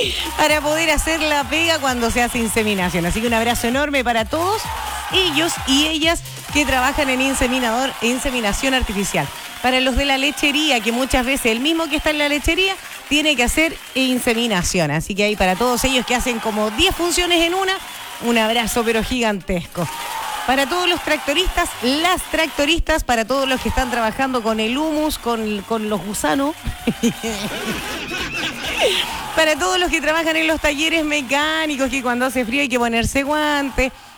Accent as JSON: {"language": "Spanish", "country": "Chile", "said": "porque somos chilenos de corazón."}